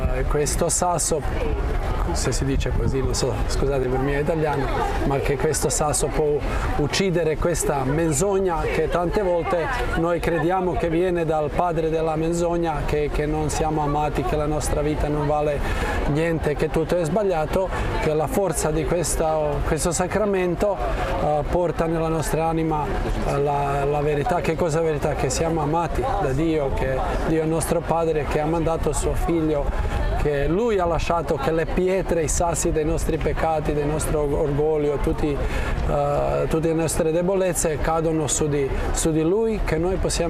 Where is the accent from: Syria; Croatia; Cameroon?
Croatia; Pula, Istria County; Italian is a second language; now in Italy